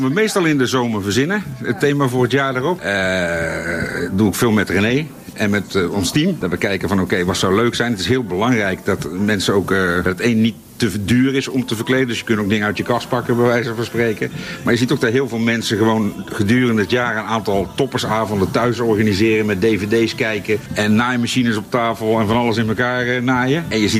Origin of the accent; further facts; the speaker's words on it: 's-Hertogenbosch, North Brabant, Netherlands; Ik kom zelf uit Brabant, Den Bosch.